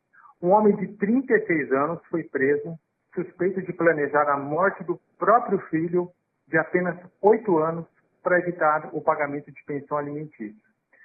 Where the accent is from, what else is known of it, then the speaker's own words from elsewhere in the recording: São Paulo, Brazil; now in Vitória, Brazil; Aí eu sou paulistano de Itaquera, da Atena, mas agora moro aqui no Espírito Santo